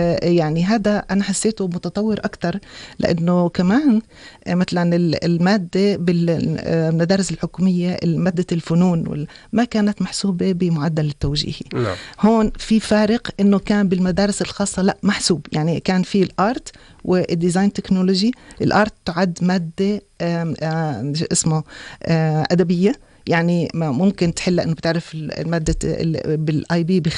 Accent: Jordan; بس هلأ صار عندنا في الأردن

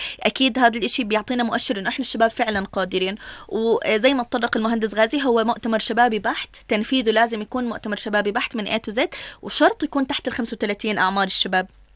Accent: Jordan; إحنا كشباب أردني وكشباب عرب

